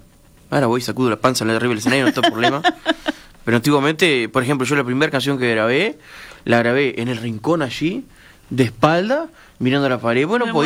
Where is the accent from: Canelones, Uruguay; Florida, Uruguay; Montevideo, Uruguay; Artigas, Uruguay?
Florida, Uruguay; Mendoza; Yo soy de Mendoza